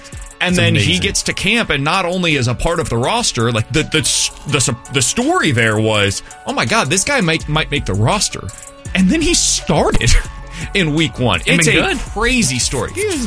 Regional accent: Kansas City, Missouri, United States; now in St. Louis, United States; the stadiums that I grew up with in Kansas City are still the stadiums.

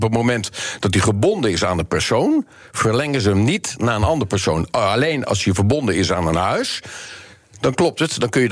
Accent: Utrecht, Netherlands; Ik kom zelf uit Utrecht. Gelukkig staat mijn Utrechtse huis er nog steeds.

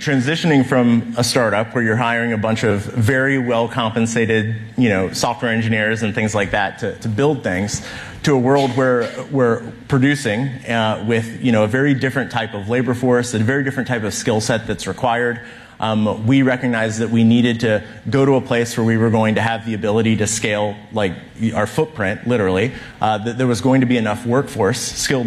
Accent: Ohio, United States; moved away; I'm from Ohio originally.

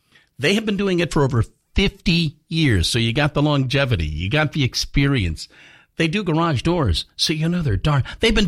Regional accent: Philadelphia, Pennsylvania, United States; born there; it is where I was born, Philadelphia, Pennsylvania.

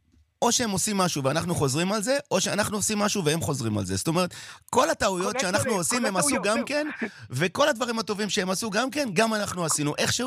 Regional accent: United Kingdom; כן, אני מתנשא בריטי בבסיס שלי.

